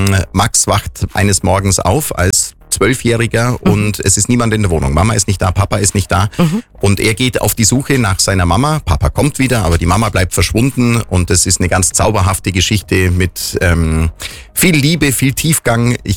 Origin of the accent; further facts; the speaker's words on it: Oberstaufen, Bavaria, Germany; Ich komme aus Oberstaufen, habe ich schon gesagt. Mhm. Und mein Elternhaus ist das, was heute das Hotel Bergkristall ist.